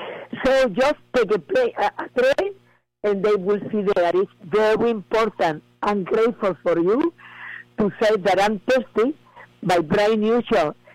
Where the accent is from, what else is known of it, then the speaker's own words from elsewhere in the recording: Spain; English is a second language; because I come from Spain. I tried to speak good English for you. So if you don't understand me, you say and repeat it again. But people say that I still have an accent. Well, I was born in the south of Spain, and I was in the farm